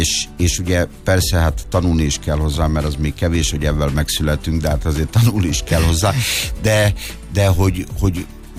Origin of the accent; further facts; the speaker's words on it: Sárospatak, Borsod-Abaúj-Zemplén, Hungary; ahonnan én származom, Sárospatakról